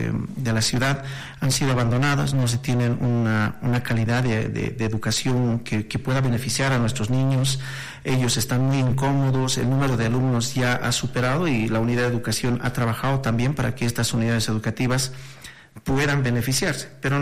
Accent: Potosí, Bolivia; todo es Potosí, todos somos potosinos

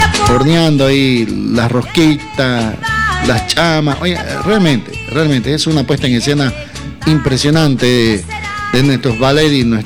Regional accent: Santa Cruz, Bolivia; yo voy y vuelvo enamorado, encantado cada vez más de mi tierra en estos valles cruceños.

